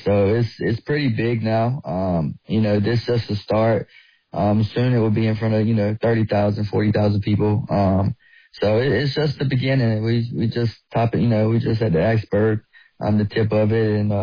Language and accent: English; Pembroke, North Carolina, United States; Yeah, I grew up in Pembroke, North Carolina. It's pretty rough. It's still rough.